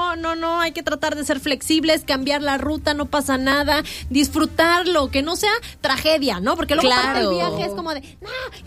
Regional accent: Reynosa, Tamaulipas, Mexico; moved away; a mi ciudad natal, Reynosa, Tamaulipas

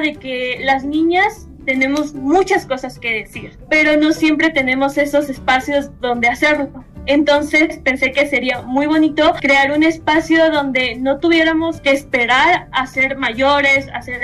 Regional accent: Guatemala; yo soy de Guatemala

